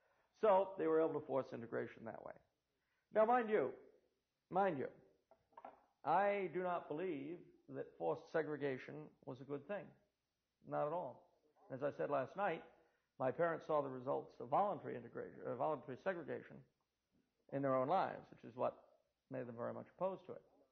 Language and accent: English; United States; I could tell you why as a Catholic, but I can't tell you why as an American.